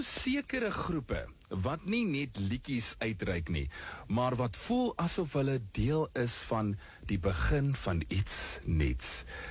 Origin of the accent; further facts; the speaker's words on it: Bloemfontein, Free State, South Africa; My bro, ek kom ook van Bloemfontein.